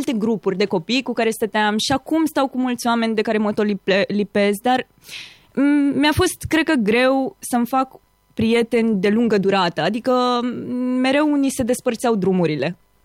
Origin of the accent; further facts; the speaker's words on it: Romania; și eu sunt româncă